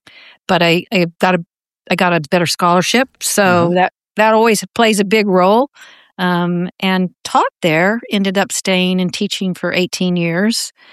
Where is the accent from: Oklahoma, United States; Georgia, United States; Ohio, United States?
Oklahoma, United States; moved away; also born or lived in North Texas; I grew up in the Disciples of Christ Church in Oklahoma, mostly, a little bit in North Texas, where my family's been for generations. And so I grew up in a very progressive but deeply religious household.